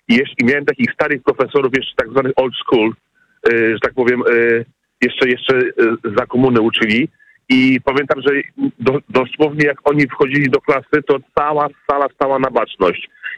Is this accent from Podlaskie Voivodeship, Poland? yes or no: no; Warsaw, Masovian Voivodeship, Poland; ja mam 46 lat, wychowałem się w Warszawie